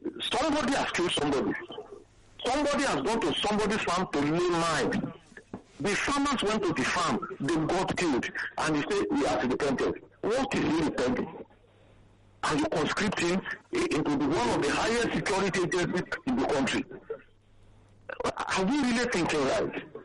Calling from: Ibadan, Oyo, Nigeria; I'm calling from Ibadan.

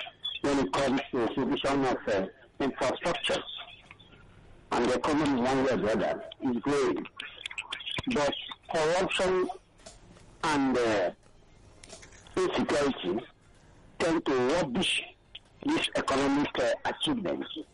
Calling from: Nigeria; I'm calling from Abarajo

